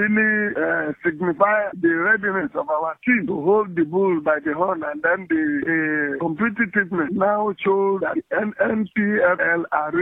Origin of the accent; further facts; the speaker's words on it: Lagos, Nigeria; Ikorodu City, being the team from my state